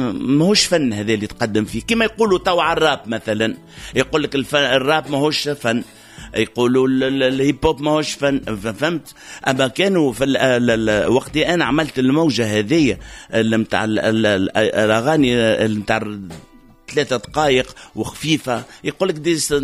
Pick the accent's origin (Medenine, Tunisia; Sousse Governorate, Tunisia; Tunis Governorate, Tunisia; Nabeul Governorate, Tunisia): Tunis Governorate, Tunisia; Tunis; تربيت كل عشنا في بلاجون دارك في كمال التاتيوخ، سكنت كمال التاتيوخ، قريت رود ليلين في البريمير ومن بعد باب الخضره في السكوندير